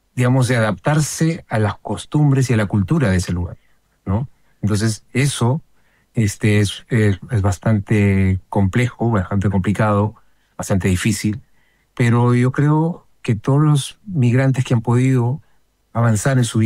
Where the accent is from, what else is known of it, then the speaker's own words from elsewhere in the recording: Peru; Por ejemplo, en mi país, en el Perú, ¿no?